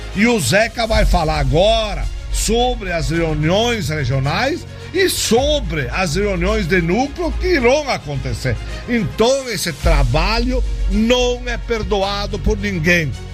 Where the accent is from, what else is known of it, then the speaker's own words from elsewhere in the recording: Nova Bréscia, Rio Grande do Sul, Brazil; eu sou de Nova Brécia, a cooperativa é de Fontoura.